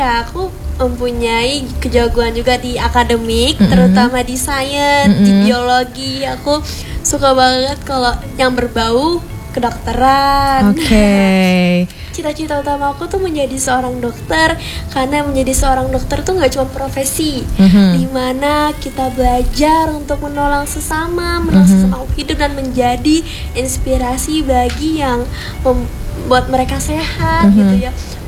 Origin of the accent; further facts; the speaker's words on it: South Sumatra, Indonesia; now in Bandar Lampung, Indonesia; Aku orang baru ya di Lampung, karena aku orang Sumatera Selatan.